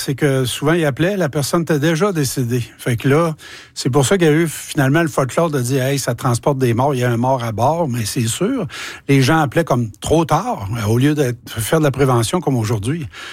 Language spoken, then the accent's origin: French; Quebec, Canada; Il y a 45 ans, on parle de 1981. J'habitais la Côte-Nord. Je suis originaire de la Côte-Nord et c'était plutôt difficile.